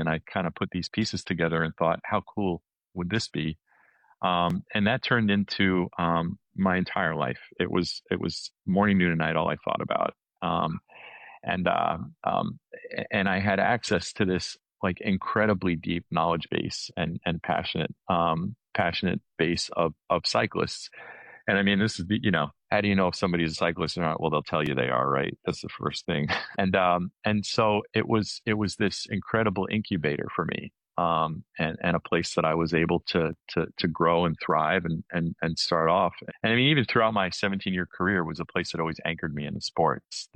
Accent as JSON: {"language": "English", "town": "New York City", "region": "New York", "country": "United States", "tie": "born or raised there", "said": "I grew up in New York City, and which seems really counterintuitive when it comes to the my chosen career path"}